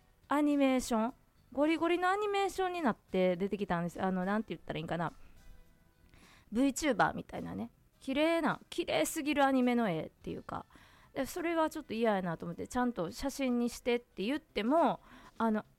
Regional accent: Kansai, Japan; accent: Kansai dialect; 私が関西弁で聞くからかもしれんけど

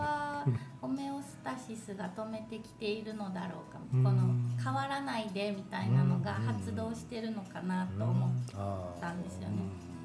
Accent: Shiga, Japan; born there; moved away as an adult; also born or lived in Kyoto / Matsuyama, Ehime / Germany / Osaka; now in Ibaraki, Japan; 育ちは京都と滋賀で、うん、あとまあドイツを1年ほど挟んでるんですけれども。

